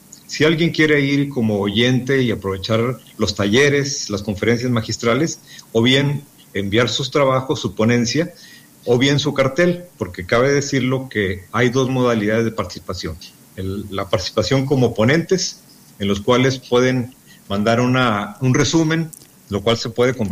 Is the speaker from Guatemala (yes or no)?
no; Durango, Mexico; now in Torreón, Mexico; pero soy de Durango y siempre lo expreso